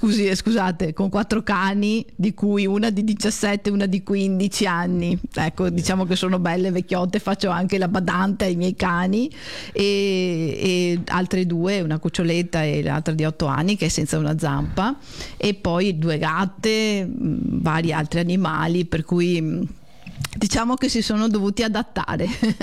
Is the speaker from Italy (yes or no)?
yes; Castelfranco Veneto, Veneto, Italy; Io sono originaria di Castelfranco Veneto, però a casa mia sono sempre regnati tanti cani e gatti.